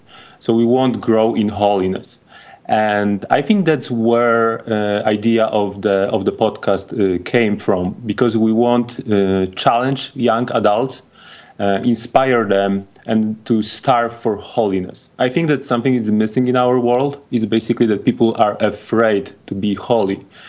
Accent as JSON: {"language": "English", "country": "Poland", "moved": "as an adult", "lives_now": "Chicago, United States", "said": "So I was born and raised Catholic. I'm from Poland, and I moved to the USA 9 years ago."}